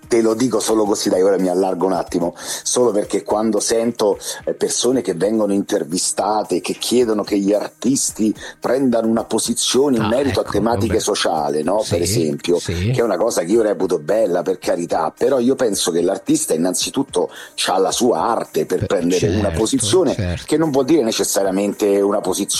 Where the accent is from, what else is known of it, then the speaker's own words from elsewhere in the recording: Jamaica; intendo tutta la musica che proviene dalla Giamaica. È la mia terra